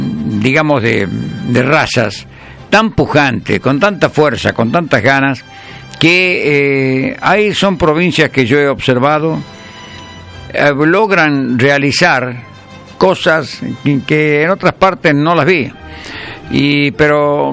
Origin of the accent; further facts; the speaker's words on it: Tucumán, Argentina; Para mí es Tucumán, soy tucumano, defiendo Tucumán